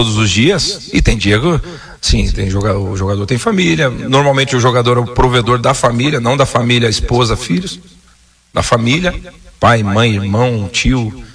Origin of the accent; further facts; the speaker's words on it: Curitiba, Paraná, Brazil; sou nascido e criado em Coritiba